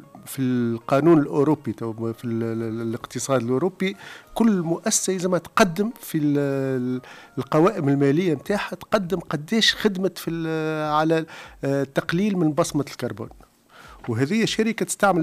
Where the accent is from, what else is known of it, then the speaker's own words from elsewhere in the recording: Tunisia; الشركات الصغيرة اللي عندنا في تونس